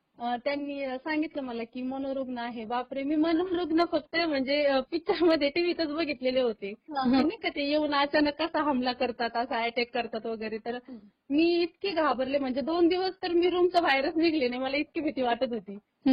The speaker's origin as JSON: {"language": "Marathi", "town": "Ahmednagar", "region": "Maharashtra", "country": "India", "also_born_or_lived": "Pune", "said": "मी नगरचीच आहे, नगरमध्ये निंबळक येथे मी राहते"}